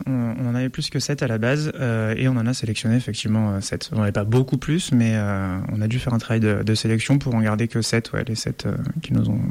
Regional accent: Auvergne-Rhône-Alpes, France; moved away as an adult; je suis né en Ardèche, j'ai grandi ici, j'ai vécu une dizaine d'années ailleurs, et puis je suis revenu re-habiter en Ardèche, donc c'est un territoire que j'aime énormément.

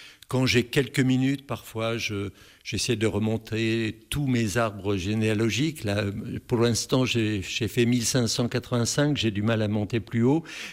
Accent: Mauves, Auvergne-Rhône-Alpes, France; Je suis de Mauves, je suis de l'Ardèche, très bien.

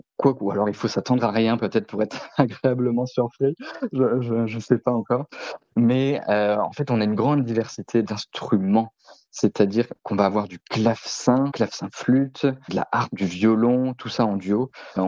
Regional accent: Lannion, Brittany, France; moved away as an adult; also born or lived in Canada; Moi, en fait, je suis originaire de Lannion, donc un tout petit peu au nord de Lokenvel, de Belle-Île-en-Terre.

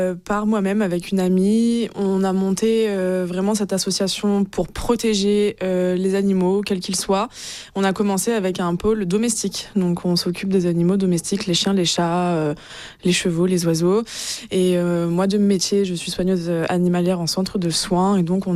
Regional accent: France

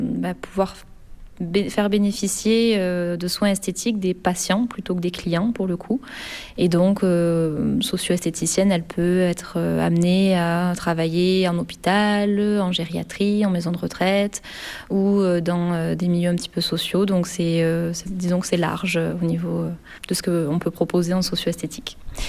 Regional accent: Montpellier, Occitanie, France; donc je suis née à Montpellier, j'ai toujours grandi dans le coin, on va dire.

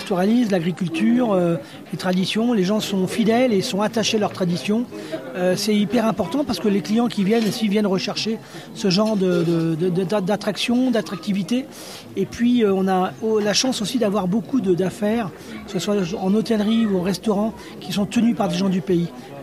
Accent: Grand Est, France; born or raised there; moved away as an adult

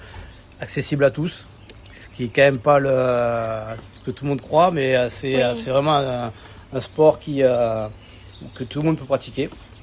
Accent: Perpignan, Occitanie, France; now in Bram, France; moi, je suis catalan, hein, je suis de Perpignan.

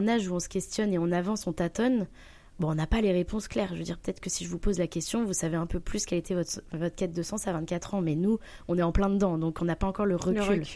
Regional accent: Lille, Hauts-de-France, France; Je découvre une région qui n'est pas mon climat, étant donné que je viens de Lille.

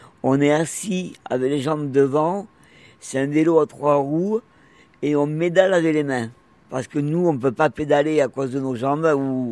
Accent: Bordeaux, Nouvelle-Aquitaine, France; now in Montpellier, France; Alors moi, je vais avoir 52 ans. Je suis originaire de Bordeaux

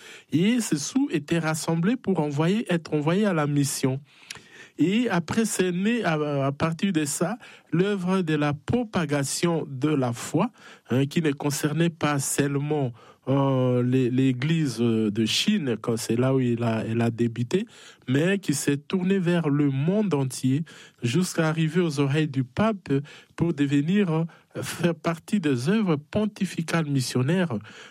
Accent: DR Congo; moved away; Moi d'abord, je suis congolais d'origine, de la République démocratique du Congo.

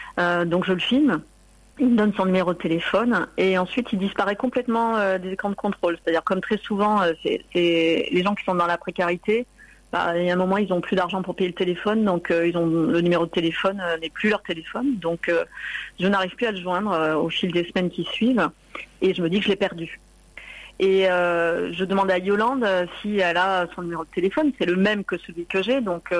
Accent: Marseille, Provence-Alpes-Côte d'Azur, France; puisque moi je viens de Marseille et donc on vient sur des très courtes périodes

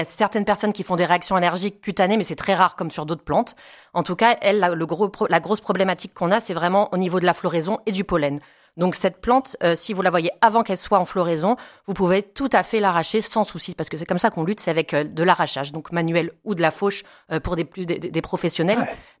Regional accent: Provence-Alpes-Côte d'Azur, France; Donc, on en retrouve beaucoup chez nous, dans le Vaucluse, au niveau de Louvès, par exemple, sur les sites de baignade.

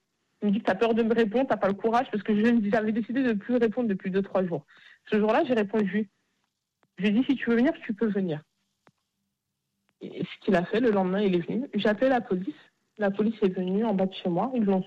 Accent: Bagneux, Île-de-France, France; Parce que moi, je viens de Bagneux.

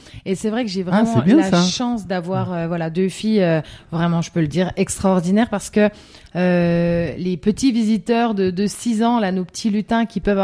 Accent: Grand Est, France

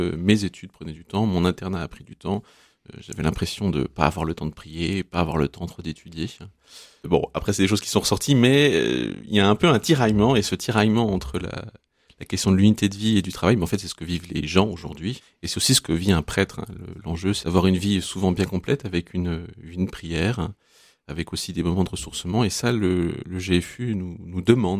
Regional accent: Besançon, Bourgogne-Franche-Comté, France; born there; now in Lille, France; Et non, je ne suis pas lillois. J'ai 33 ans, je suis né à Besançon, dans l'Est de la France. Et je suis arrivé à Lille en 2016 pour mes études de médecine, pour mon internat.

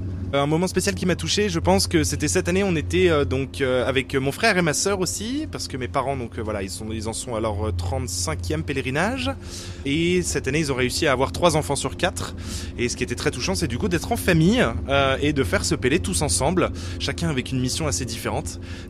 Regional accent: Lille, Hauts-de-France, France; c'est mon troisième pèlerinage en Rosaire, je suis originaire de Lille et je travaille à Bruxelles en hôtellerie.

